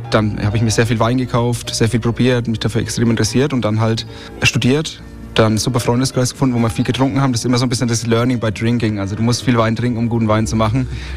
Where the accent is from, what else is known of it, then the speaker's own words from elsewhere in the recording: Bavaria, Germany; Also ich bin ja auf dem Weingut hier aufgewachsen.